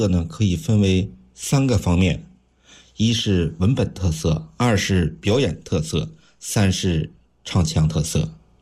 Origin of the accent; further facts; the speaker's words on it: Northeast China, China; 东北农村呢更能代表我们东北人的性格东北的风貌东北人的这种深情和执着淳朴